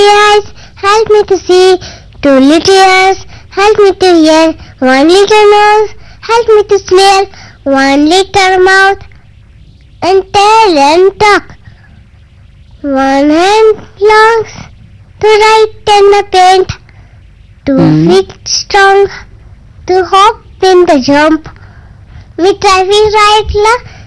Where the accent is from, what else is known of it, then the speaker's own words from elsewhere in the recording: Katkal, Maharashtra, India; कटकल, माझं गाव आहे